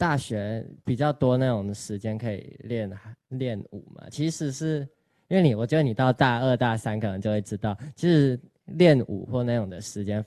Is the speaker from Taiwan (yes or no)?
yes; Changhua County, Taiwan; born there; moved away; 我是念彰化高中，我是彰化的。